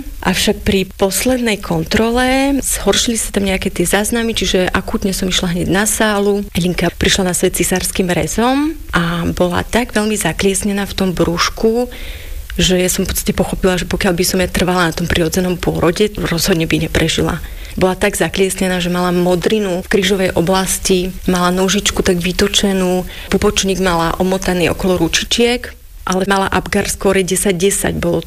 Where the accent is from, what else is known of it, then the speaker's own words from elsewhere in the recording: Hontianske Nemce, Banská Bystrica Region, Slovakia; Hontianske Nemce, to je taká menšia dedinka, nejaký 25-26 kilometrov od Banskej Štiavnice.